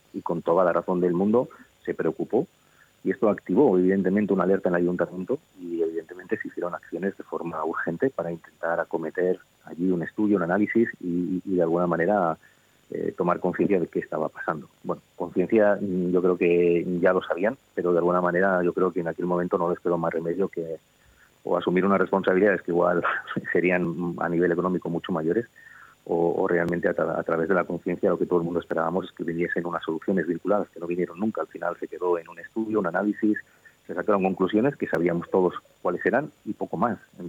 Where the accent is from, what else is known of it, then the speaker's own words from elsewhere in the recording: Hondarribia, Basque Country, Spain; somos un barrio, que somos de Hondarribia, que nos merecemos el mismo respeto y tenemos los mismos derechos